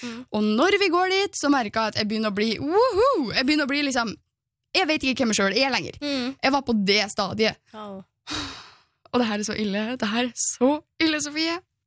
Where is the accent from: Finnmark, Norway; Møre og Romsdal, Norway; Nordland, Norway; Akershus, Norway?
Nordland, Norway; Brønnøysund; jeg ble invitert i en bursdag til noen venner jeg hadde som ikke bodde i Brønnøysund der jeg er fra